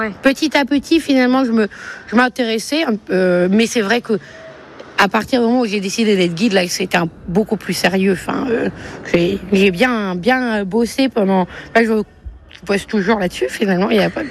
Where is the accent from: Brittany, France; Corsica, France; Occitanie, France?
Brittany, France; Brest; moved away as an adult; Née à Brest, grandie à Brest, et après, passé 10 ans à bourlinguer dans un monde anglophone, surtout.